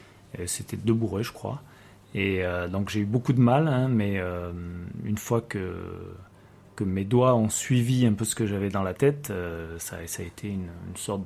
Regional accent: Aurillac, Auvergne-Rhône-Alpes, France; born there; Mais je suis né à Aurillac, toutefois

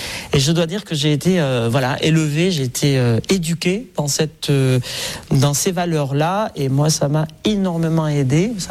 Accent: Nouvelle-Aquitaine, France; en grandissant au Pays Basque, donc on a un répertoire de cantiques qui est très différent des cantiques français.

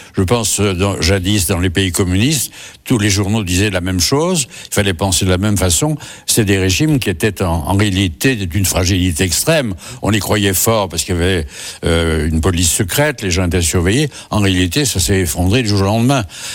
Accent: Saint-Étienne, Auvergne-Rhône-Alpes, France; Alors je suis originaire d'une ville sinistrée qui est Saint-Étienne, qui jadis était une ville quand j'étais enfant très prospère, qui aujourd'hui est au fond du gouffre.

